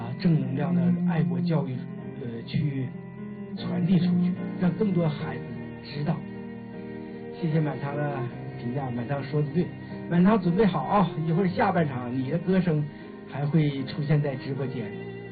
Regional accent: China

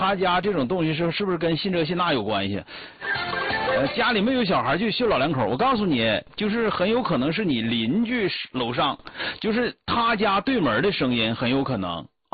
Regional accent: Northeast China, China; 因为咱们东北话很多都是山东话和河北话啊

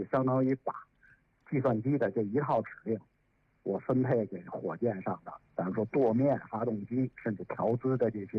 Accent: China; 那我们中国人尝试了第三种技术路径

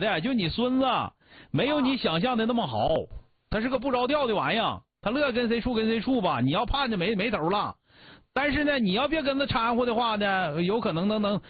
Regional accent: Changchun, Jilin, China; 长春我们长春人多了。

